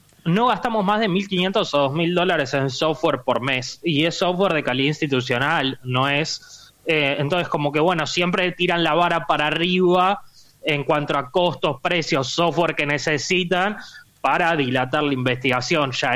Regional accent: Argentina; Y yo como argentino, me daba una vergüenza contestarle

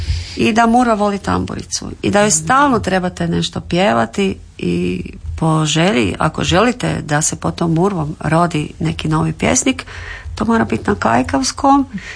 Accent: Slavonia, Croatia; moved away as an adult; now in Prigorje, Croatia; ja sam Slavonka

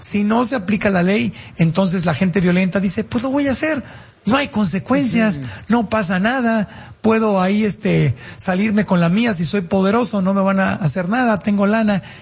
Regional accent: Tijuana, Baja California, Mexico; born or raised there

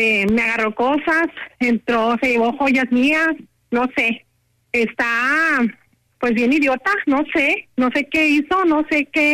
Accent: Monterrey, Nuevo León, Mexico; Sí, soy regia.

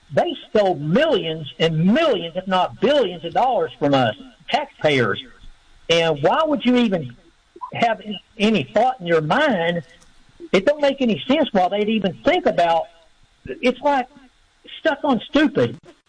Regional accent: Dallas, Texas, United States; I'm from Texas, born and raised here in Dallas.

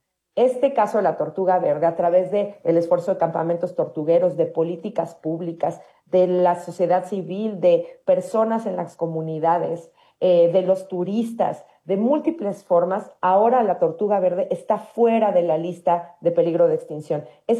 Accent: Mexico; Somos pandas mexicanas y mexicanos trabajando con la playera bien puesta por nuestra naturaleza.

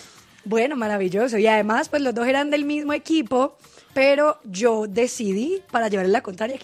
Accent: Cali, Valle del Cauca, Colombia; nos vamos para Cali porque yo soy caleña.

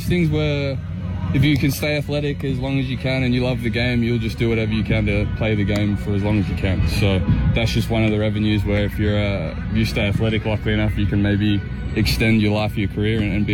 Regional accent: Australia; moved away as an adult; I was a shortstop growing up in Australia as a kid

